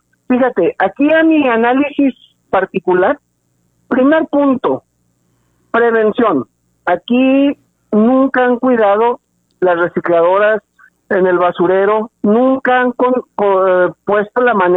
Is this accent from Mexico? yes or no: yes; Mexico; como buen mexicano que somos